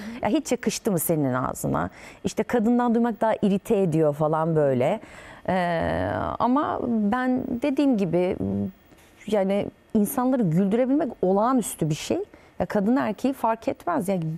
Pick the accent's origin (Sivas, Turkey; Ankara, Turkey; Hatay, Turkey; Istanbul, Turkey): Ankara, Turkey; Biz Ankaralıyız. Yani Ankara'da doğdum, büyüdüm.